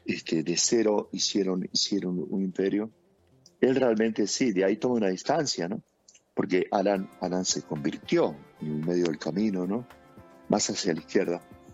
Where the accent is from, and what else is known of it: Peru